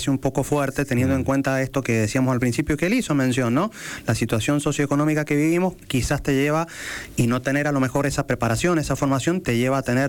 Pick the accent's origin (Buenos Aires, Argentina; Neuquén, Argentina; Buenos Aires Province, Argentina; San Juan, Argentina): San Juan, Argentina; yo también soy del departamento de Santa Lucía.